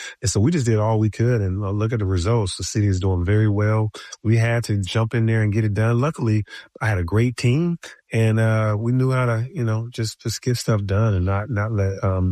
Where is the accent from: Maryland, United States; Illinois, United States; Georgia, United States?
Georgia, United States; Atlanta; I grew up in Atlanta.